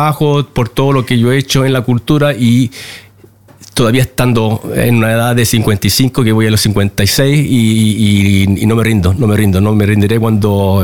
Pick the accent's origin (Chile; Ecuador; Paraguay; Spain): Chile; now in Norway; yo empecé a bailar ya desde cuando era niño en Chile, cueca, folclore chileno.